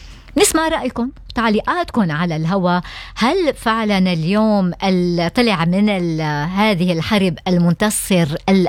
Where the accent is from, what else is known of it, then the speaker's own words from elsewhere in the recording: Lebanon; عنا بلبنان